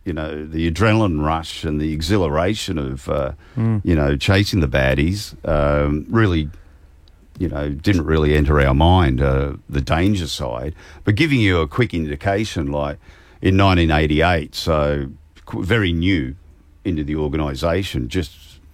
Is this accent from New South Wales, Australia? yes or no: yes; Sydney, New South Wales, Australia; I applied for both, for New South Wales Police, because I'm from Sydney, and the AFP.